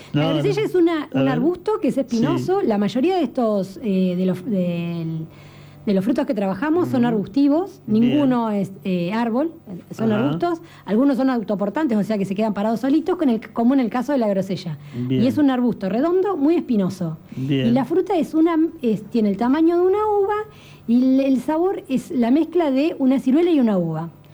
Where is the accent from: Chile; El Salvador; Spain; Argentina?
Argentina; Patagonia; Nosotros también en la Patagonia, yo soy sureña patagónica, y a estos frutos les llamamos fruta fina o frutos rojos.